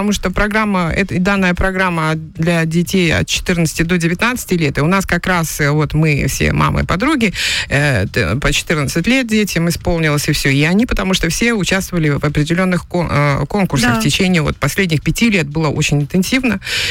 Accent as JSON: {"language": "Russian", "region": "Buryatia", "country": "Russia", "moved": "yes", "lives_now": "Tanzania", "said": "Ну, я из Бурятии."}